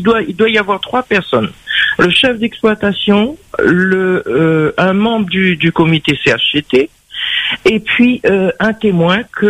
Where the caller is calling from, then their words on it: Nancy, Grand Est, France; Moi, je suis de Nancy exactement.